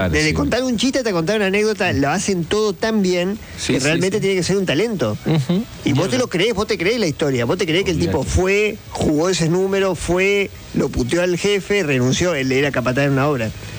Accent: Córdoba, Argentina; yo como todo cordobés, capaz que le metí un poco de picante.

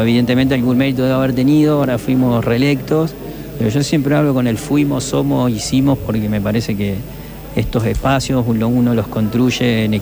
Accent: Concepción del Uruguay, Entre Ríos, Argentina; also born or lived in Villaguay; Y yo llegué de Villaguay en el 2003 a Concepción. Yo soy de acá

